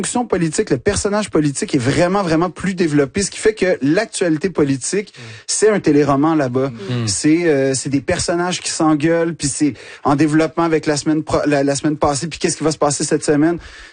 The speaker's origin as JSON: {"language": "French", "region": "Quebec", "country": "Canada", "said": "Si il me regarde de haut du fait que je suis Québécois"}